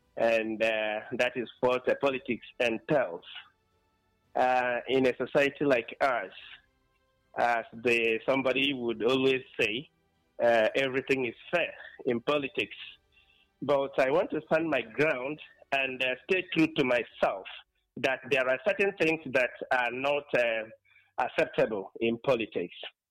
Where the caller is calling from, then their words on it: Borno, Nigeria; I'm calling in from Akeza, Borno State.